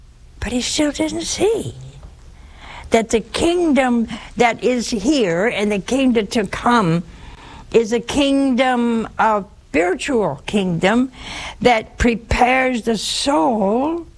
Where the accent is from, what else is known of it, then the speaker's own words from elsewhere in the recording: Ohio, United States; now in Hansville, United States; We came from Ohio. We've been here almost 40 years.